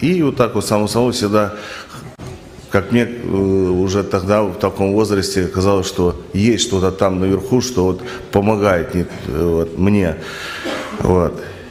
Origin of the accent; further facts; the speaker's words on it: Bryansk, Bryansk Oblast, Russia; я родом из Брянска, это Россия. Вот, коротко о себе засвидетельствую. Я из православной семьи, рос, ну, можно сказать, на улице.